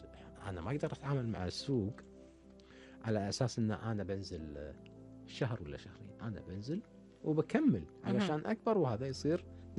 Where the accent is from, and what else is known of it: Kuwait